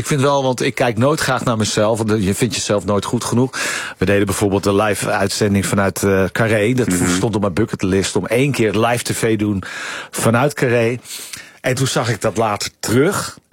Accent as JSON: {"language": "Dutch", "town": "Purmerend", "region": "North Holland", "country": "Netherlands", "tie": "born there", "said": "Ik ben geboren in Purmerend."}